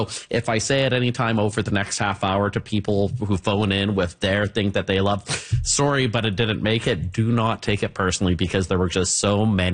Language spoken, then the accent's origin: English; Victoria, British Columbia, Canada; I'm a sucker for the goats on the roof outside of Coombs because I was born and raised in Victoria.